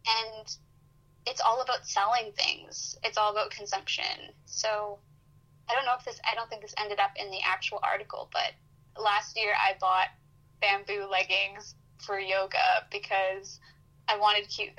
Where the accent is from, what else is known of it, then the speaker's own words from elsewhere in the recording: Vancouver, British Columbia, Canada; because I'm from Vancouver, and I go to Victoria pretty frequently